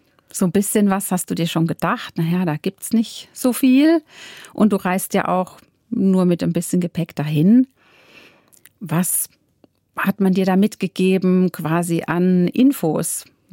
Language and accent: German; Germany; als Deutsche